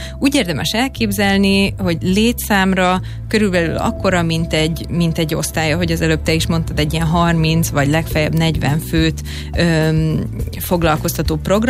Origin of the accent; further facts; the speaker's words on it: Hungary; ott ilyen kis szégyenlős magyarként